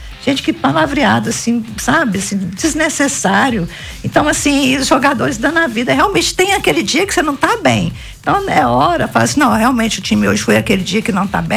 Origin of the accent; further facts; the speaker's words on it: São Miguel do Araguaia, Goiás, Brazil; born there; Sou nascida em São Miguel do Araguaia.